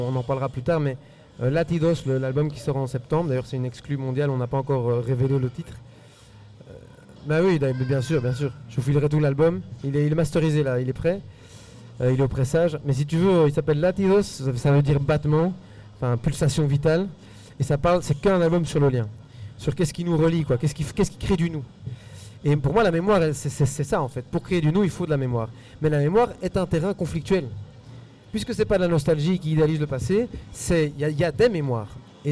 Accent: Belgium; first language Spanish; French is a second language; j'ai grandi en Belgique, mais ma langue maternelle, c'est l'espagnol. Je parle en fait mieux aujourd'hui français qu'espagnol parce que c'est ici que j'ai étudié et tout ça. Mais les émotions, pour moi, elles viennent en espagnol. Je rêve en espagnol

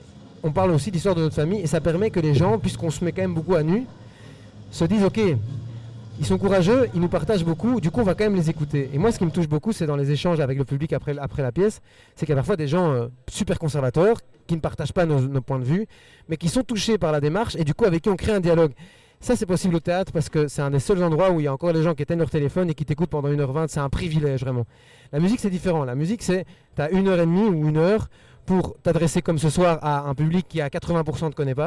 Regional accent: Belgium; first language Spanish; French is a second language; j'ai grandi en Belgique, mais ma langue maternelle, c'est l'espagnol. Je parle en fait mieux aujourd'hui français qu'espagnol parce que c'est ici que j'ai étudié et tout ça. Mais les émotions, pour moi, elles viennent en espagnol. Je rêve en espagnol

